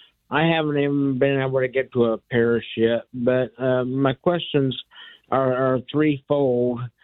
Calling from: Oklahoma City, Oklahoma, United States; I'm calling from Oklahoma City.

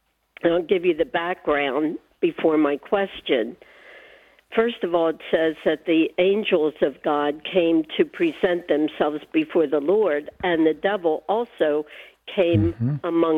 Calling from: Baltimore, Maryland, United States; Well, I'm from the Annunciation Cathedral in Baltimore, Maryland.

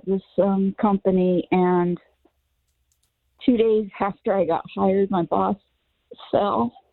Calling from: Stuart, Florida, United States; Stuart, Florida.

